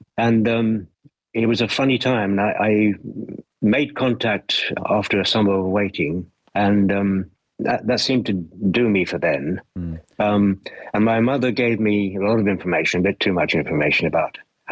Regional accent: Hackney, London, United Kingdom; born there; I didn't know that I was born in Hackney.

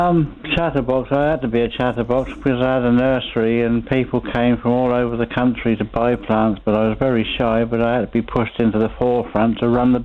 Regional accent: Ropley, South East England, United Kingdom; I actually live. I haven't moved from the spot. I was born in the same spot 78 years ago.

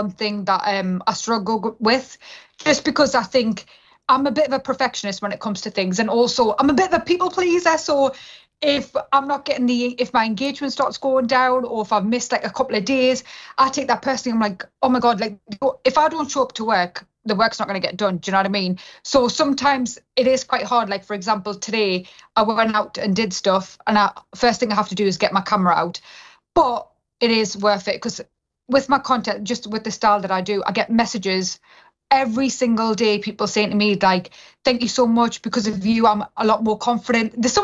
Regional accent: India; I'm Indian, do you know what I mean? And I was raised by Indian grandparents.

